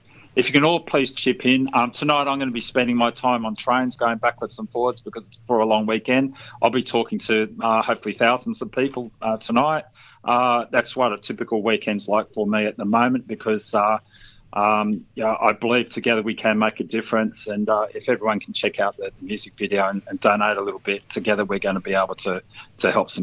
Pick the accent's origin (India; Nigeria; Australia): Australia; Victoria; moved away; I was brought up in Victoria myself. I was asthmatic as a kid, actually.